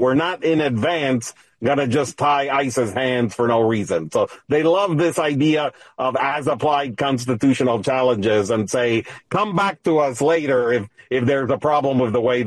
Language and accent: English; Florida, United States; moved away; also born or lived in Washington, D.C.; I'm from Florida and I lived in D.C.